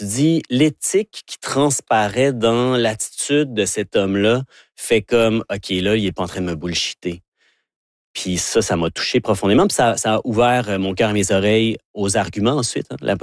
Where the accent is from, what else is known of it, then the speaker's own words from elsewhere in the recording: Quebec City, Quebec, Canada; born there; je suis né à Vanier, en face du marché du store. Mais, donc, je suis un deuxième génération.